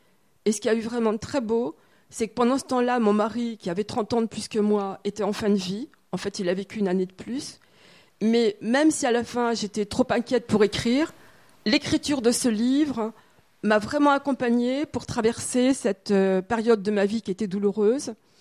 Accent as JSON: {"language": "French", "town": "Paris", "region": "Île-de-France", "country": "France", "said": "En tant que Parisienne"}